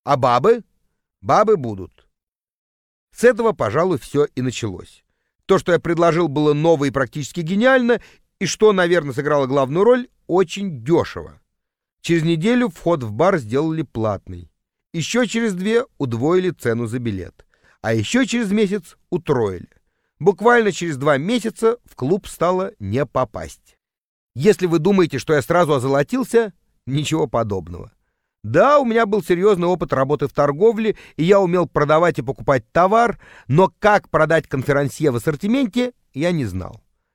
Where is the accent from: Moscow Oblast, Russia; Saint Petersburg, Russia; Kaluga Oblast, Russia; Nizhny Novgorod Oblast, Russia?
Saint Petersburg, Russia; Leningrad; К концу фильма ленинградский школьник точно знал, чем хочет заниматься. Сделать в родном городе такое же заведение.